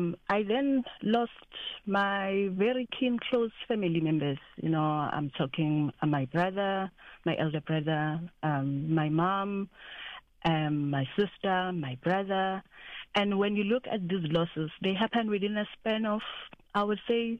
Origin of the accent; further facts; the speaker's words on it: Machadodorp, Mpumalanga, South Africa; born there; now in Richards Bay, South Africa; I am a woman from Mpumalanga. I was born in Machadodorp in Mpumalanga. I'm currently residing in KZN in Richards Bay.